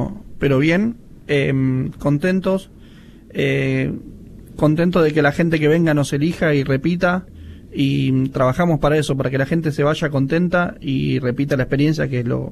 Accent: Mar del Plata, Buenos Aires Province, Argentina; Yo soy nacido acá

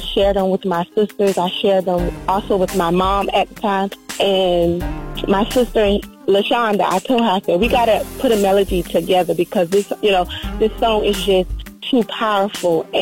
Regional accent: Arlington, South Carolina, United States; Well, we're from a little small town called Arlington, South Carolina. We've been singing since we've been young, very young.

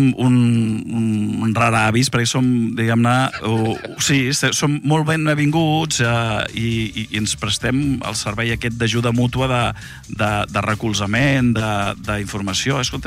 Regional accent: Cambrils, Catalonia, Spain; Jo sóc de Cambrils. El càmping nostre és el Platja Cambrils.

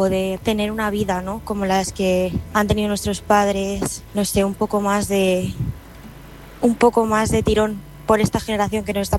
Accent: Madrid, Community of Madrid, Spain; de Madrid, tengo 28 años

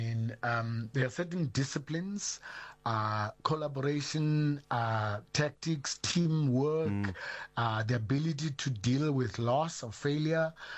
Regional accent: Gqeberha, Eastern Cape, South Africa; in a town called Gqeberha, formerly known as Port Elizabeth. I was born in Kwazakhele Township, 1968 … And I grew up in that township

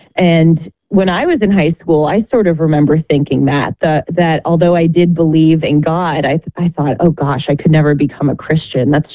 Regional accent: Los Angeles, California, United States; I was a pretty left-wing, again, growing up in Los Angeles and just having that as my milieu, if you will.

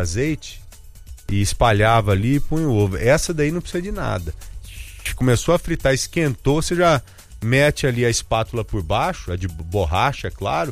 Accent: Pires do Rio, Goiás, Brazil; Pir do Rio. Pir do Rio.

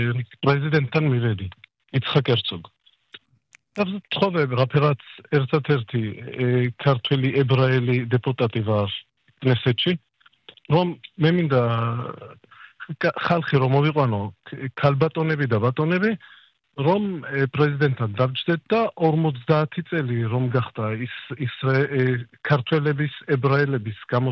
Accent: Israel; born there; Georgian is a second language; რომ ჩემი ქართული არა ისე კაი და მე მგონი გამიგებთ ისრაელში დაბადებული ვარ

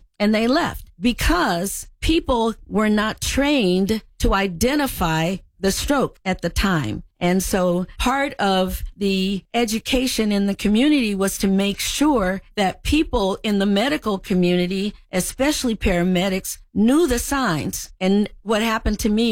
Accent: Los Angeles, California, United States; But I came from Los Angeles, where in metropolitan areas, there were a lot more resources.

